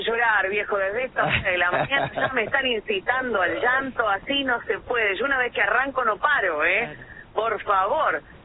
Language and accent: Spanish; Argentina; Jugadores así como los dos astros más grandes del fútbol mundial, los tenemos acá, en nuestra tierra, argentinos